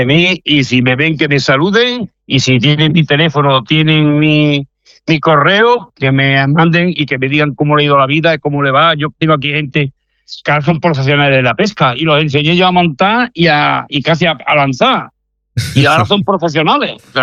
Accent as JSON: {"language": "Spanish", "town": "Córdoba", "region": "Andalusia", "country": "Spain", "tie": "born or raised there", "moved": "as an adult", "lives_now": "Logroño, Spain", "said": "pues yo llevo pescando de chaval, ahí en Córdoba, a los barbos y a las carpas. Pero cuando me vine aquí ya a Logroño, ya tenía 30 años"}